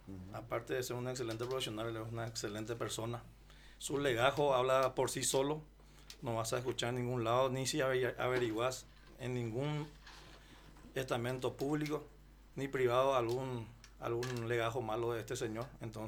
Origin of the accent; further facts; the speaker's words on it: Villarrica, Guairá, Paraguay; born there; Nací en el Hospital San Lucas. O sea que soy un peruanino de raza, de corazón. Pero más criado y mimado en Villarrica, el Espíritu Santo, capital de la República de Guairá. Soy un norteño guaí